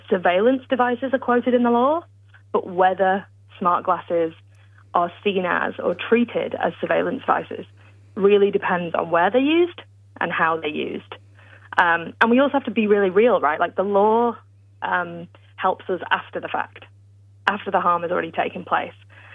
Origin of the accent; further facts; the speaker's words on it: United Kingdom; accent: British; now in Australia; I'm British, as you can tell by my accent